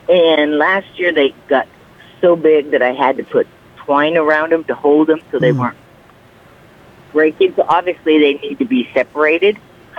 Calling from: Crete, Nebraska, United States; from Crete.

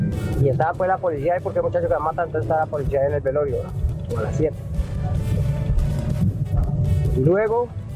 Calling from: Cali, Valle del Cauca, Colombia; Yo vivo en Puerta de Sol, sector 4.

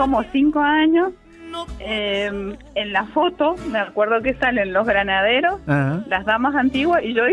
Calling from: Guaymallén, Mendoza, Argentina; De Guaymallén

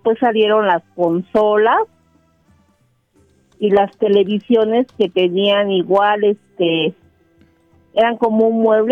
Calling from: Chalco, State of Mexico, Mexico; De Chalco.

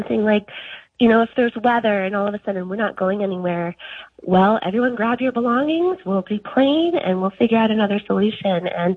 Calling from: Concord, North Carolina, United States; I'm from Concord, North Carolina

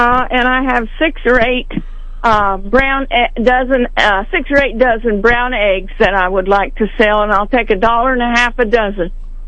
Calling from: Marshall Junction, Missouri, United States; I'm in the Marshall Junction area, about 4 miles south.

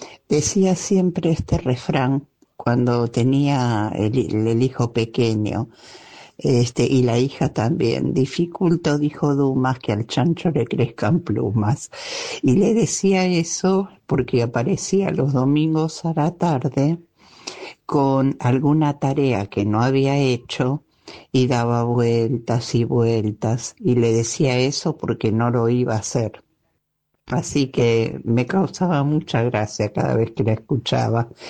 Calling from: Lanús, Buenos Aires Province, Argentina; desde Lanús.

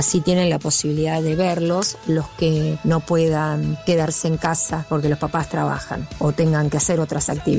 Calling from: Caseros, Buenos Aires Province, Argentina; de Casero, soy docente.

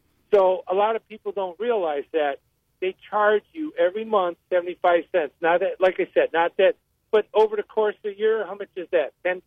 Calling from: Fort Myers, Florida, United States; Hey, I'm calling you from Fort Myers, Florida. It's beautiful weather.

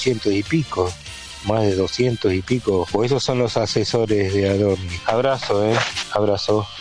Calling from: Rolón, La Pampa, Argentina; yo soy … de Rolón, La Pampa

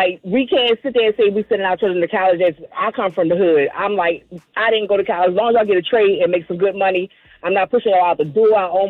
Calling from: Baltimore, Maryland, United States; I'm from Baltimore.

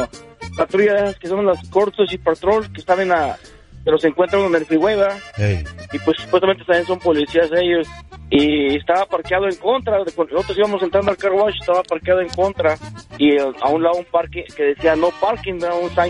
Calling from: San Luis Potosí, Mexico; ¿Somos muchos potosinos los que pasaríamos por ahí o qué?

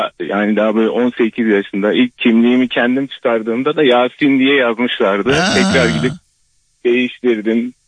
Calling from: Elazığ, Turkey; Elazığ'dan.

